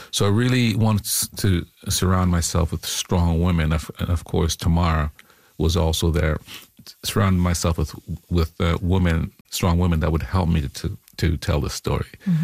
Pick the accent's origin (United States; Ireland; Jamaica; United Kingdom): Jamaica; born there